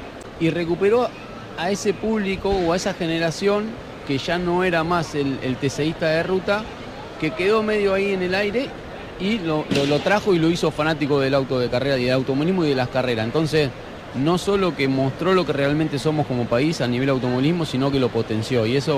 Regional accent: Argentina; Nosotros estamos mal como argentinos

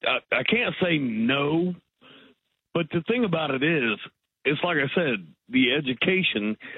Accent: St. Louis, Missouri, United States; I'm from St. Louis.

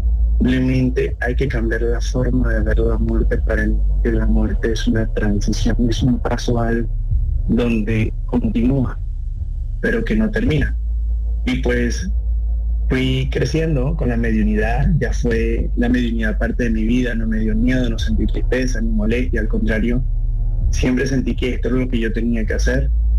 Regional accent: Venezuela; also born or lived in Argentina; now in Spain; soy venezolano, me fui a Argentina, estando en Argentina me fui a España, bien, junto con mi familia.

